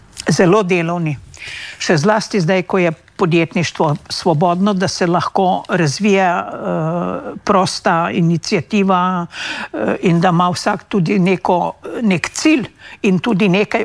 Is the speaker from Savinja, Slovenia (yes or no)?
yes; Savinja, Slovenia; now in Spain; sama izhajam iz Zgornje Savinjske doline